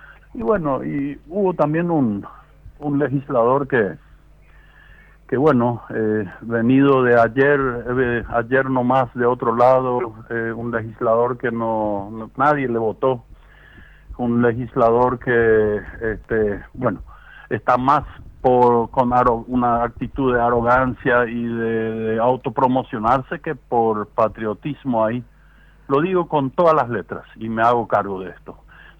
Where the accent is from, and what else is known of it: Paraguay